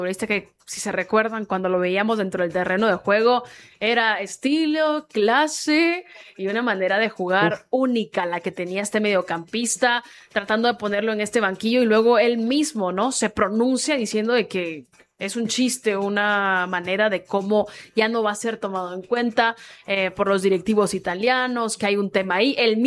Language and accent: Spanish; Guatemala; hablando como guatemalteca